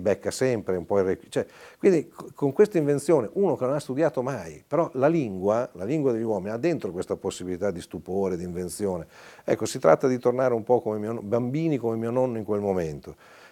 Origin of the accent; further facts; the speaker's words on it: Forlì, Emilia-Romagna, Italy; a Forlì, la mia città natale, che è la più bella città del mondo